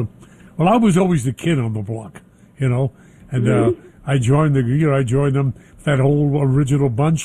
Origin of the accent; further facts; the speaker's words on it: Brooklyn, New York, United States; I remember growing up in Brooklyn, watching the big towers, whatever they called, you know, the bridges, the bridge towers.